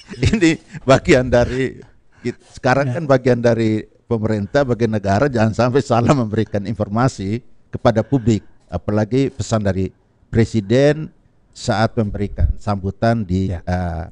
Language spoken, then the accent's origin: Indonesian; Flores, East Nusa Tenggara, Indonesia; Flores, Nusa Tenggara Timur